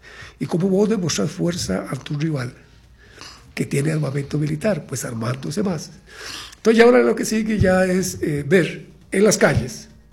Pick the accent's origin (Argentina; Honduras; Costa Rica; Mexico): Costa Rica